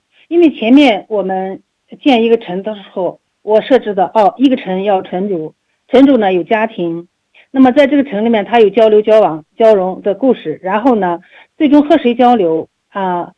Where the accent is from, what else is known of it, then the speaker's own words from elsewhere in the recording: Ürümqi, Xinjiang, China; 我是在咱们新疆北疆长大的，是在乌鲁木齐长大的。